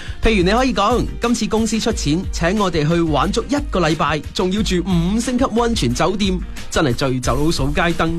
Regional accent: Guangdong, China; 我哋广东人

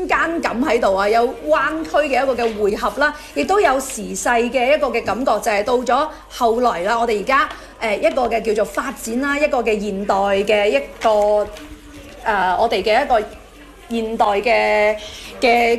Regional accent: Foshan, Guangdong, China; 是啊，這一首歌呢完完全全是感動了我這個土生土長的佛山人

